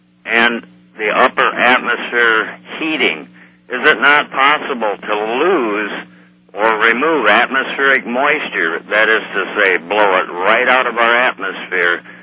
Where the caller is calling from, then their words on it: Austin, Minnesota, United States; I'm near Austin, Minnesota